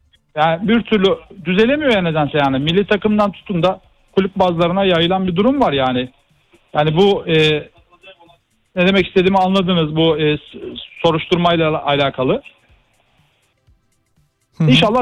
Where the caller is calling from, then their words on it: Samsun, Turkey; Samsun'dan arıyorum ben.